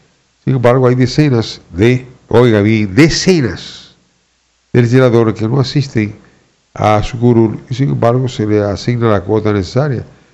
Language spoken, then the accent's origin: Spanish; Dominican Republic; el dominicano, nosotros no apreciamos las bellezas que tiene nuestra provincia